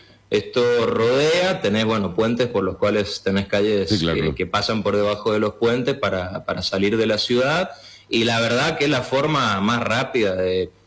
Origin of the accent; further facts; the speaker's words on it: San Juan, Argentina; born there; Sanjuanino, hijo de padres cordobeses, mi vieja se vino de chica a San Juan y mi papá se vino a trabajar acá hace 30 años y bueno, ahí se conocieron